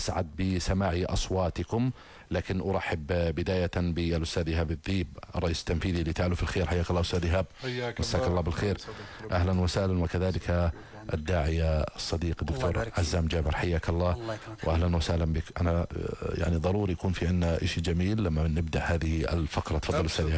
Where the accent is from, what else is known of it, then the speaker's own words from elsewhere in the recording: Jordan; عندنا في الأردن